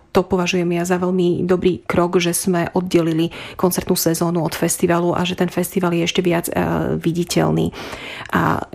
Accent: Košice, Košice Region, Slovakia; stále pretrváva aj pocit, že je komornej hudby u nás v Košiciach málo

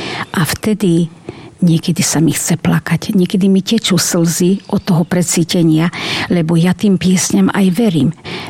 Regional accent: Krásna Lúka, Prešov Region, Slovakia; A u nás v Krásnej Luke v lete máme krásnu prírodu a tam sa rada prechádzam.

